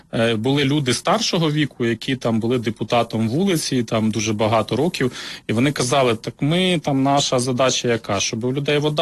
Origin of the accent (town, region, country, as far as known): Mykolaiv Oblast, Ukraine; born there; also born or lived in Hlukhiv, Sumy Oblast